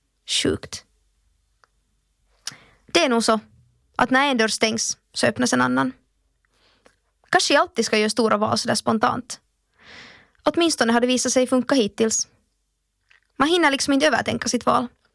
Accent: Finland; first language Swedish; moved away as an adult; also born or lived in London; now in Stockholm, Sweden; Finland kommer ju alltid att vara mitt hem-hem. Men på många sätt känner jag också att jag hittar hem i Stockholm.

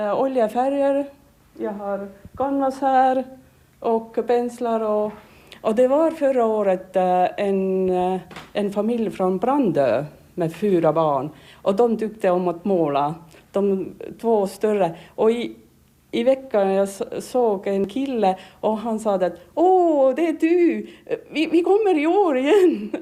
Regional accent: Tallinn, Harju County, Estonia; Swedish is a second language

